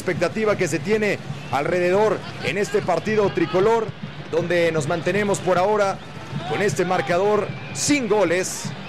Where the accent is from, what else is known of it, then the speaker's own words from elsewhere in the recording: Mexico; en nuestro país, como aficionados, como trabajadores, como padres de familia, como mexicanos